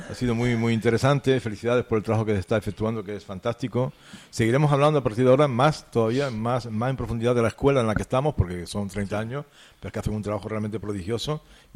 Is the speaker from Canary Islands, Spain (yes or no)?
yes; Las Palmas, Canary Islands, Spain; Igual que yo vine de Las Palmas, pues todavía más gente también.